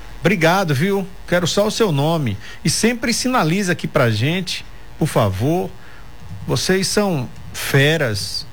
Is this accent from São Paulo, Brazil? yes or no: no; Várzea da Roça, Bahia, Brazil; Várzea da Roça, minha terra, não é perto, não.